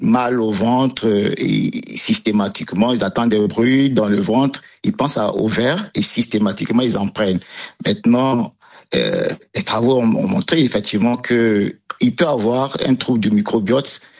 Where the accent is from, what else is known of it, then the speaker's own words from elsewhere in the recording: Côte d’Ivoire; la fièvre typhoïde qui est courante chez nous, en Afrique, aussi en Côte d'Ivoire